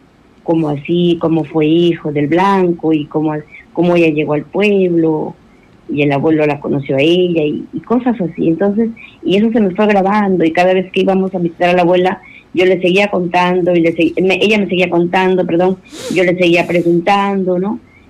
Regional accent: Yapatera, Piura, Peru; moved away as an adult; now in Trujillo, Peru; yo soy de Cuscuampa, Yapatera, nacida, criada ahí. Hasta hace poco que me vine a vivir acá a Trujillo por cuestiones personales de familia, ¿no?

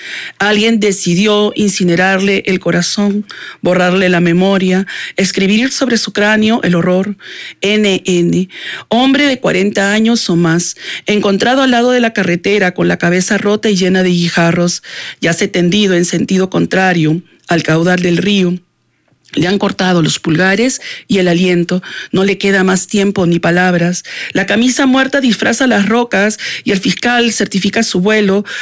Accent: Lima, Peru; Yo nací a media cuadra de la Plaza Italia, en el antiguo Hospital San Bartolomé. Uh-huh. Viví en la cuadra 8 del Jirón Junín, en una quinta de 26 casas. Y bueno, mi niñez fue la Plaza Italia, detrás del Congreso y el Carmen

